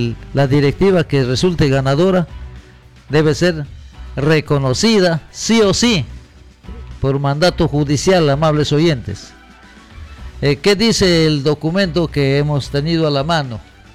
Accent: Peru; ¿Qué hacemos los peruanos?

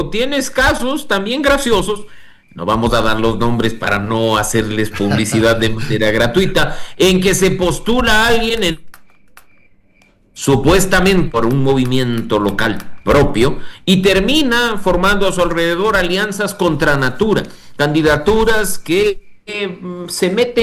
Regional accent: Quito, Pichincha, Ecuador; a nosotros como quiteños

